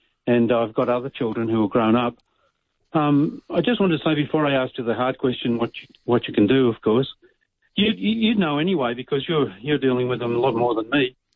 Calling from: Canberra, Australian Capital Territory, Australia

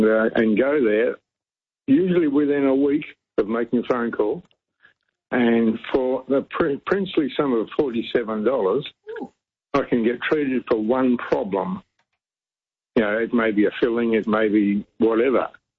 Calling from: Hobart, Tasmania, Australia; You know, I'm calling from Hobart, and since I've been living in the Hobart area, I've been going to, I guess you'd call it a dental clinic

